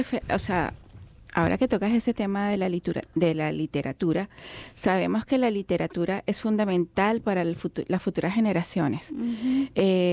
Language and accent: Spanish; Caracas, Capital District, Venezuela; yo nunca tuve la oportunidad de ir a Mérida, a esa área. Entonces, yo soy de Caracas